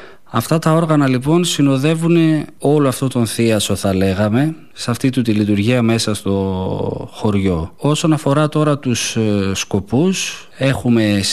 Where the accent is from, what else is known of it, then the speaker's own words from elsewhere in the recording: Eastern Macedonia and Thrace, Greece; Ο τόπος μου είναι κάτι το οποίο πρέπει, θεωρώ εγώ, κάθε άνθρωπος να επισκεφτεί